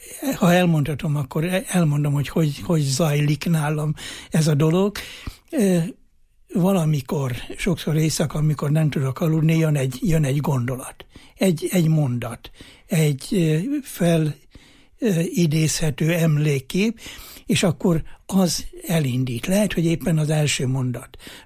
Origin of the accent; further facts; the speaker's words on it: Heves, Hungary; moved away; hát én ebből a kis hevesi faluból származom, ott voltam gyerek